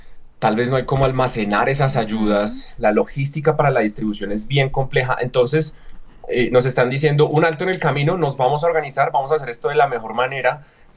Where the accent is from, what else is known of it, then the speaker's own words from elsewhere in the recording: Colombia; demuestra que como colombianos aprendimos la lección.